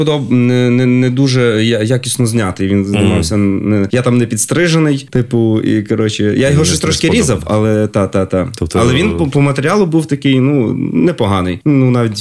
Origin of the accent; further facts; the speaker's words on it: Lviv, Lviv Oblast, Ukraine; Довженка, оскільки я з Сихова, старого Сихова.